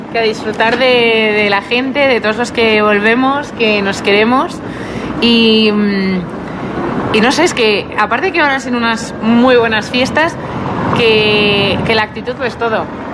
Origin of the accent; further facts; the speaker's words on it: Ávila, Castile and León, Spain; moved away; cuando todos los aulenses volvemos nos queremos más.